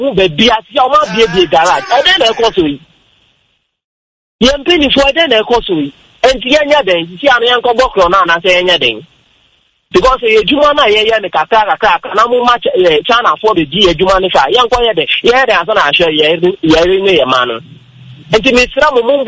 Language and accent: English; Tema, Greater Accra, Ghana; Good morning. Yes … from Afenia, Tema.